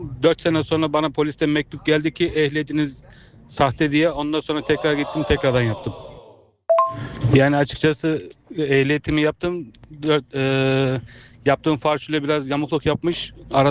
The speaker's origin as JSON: {"language": "Turkish", "region": "Berlin", "country": "Germany", "said": "Ben Berlin'den."}